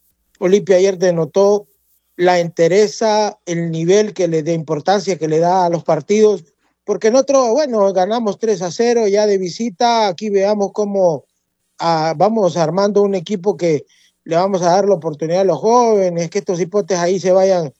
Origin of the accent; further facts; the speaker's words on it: Honduras; yo soy hondureño, yo no soy... Bueno, sí tengo raíces salvadoreñas porque mi mamá es salvadoreña, pero yo amo mi patria. Me crié acá, aquí estudié, aquí me formé, aquí trabajo. Tengo raíces